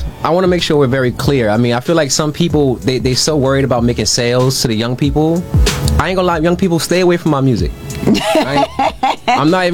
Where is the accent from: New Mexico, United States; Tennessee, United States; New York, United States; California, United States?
New York, United States; Brooklyn; I'm from Brooklyn, New York. Shout out to Brooklyn.